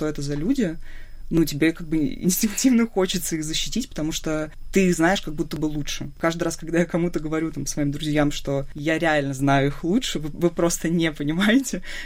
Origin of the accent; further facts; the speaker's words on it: Russia; То есть, я прям девочка из России